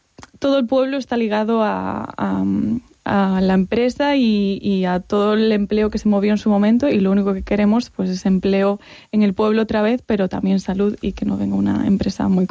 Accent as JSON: {"language": "Spanish", "town": "As Pontes", "region": "Galicia", "country": "Spain", "tie": "born or raised there", "said": "me voy a ir corriendo a las Pontes a ver cómo derriban un símbolo de mi pueblo"}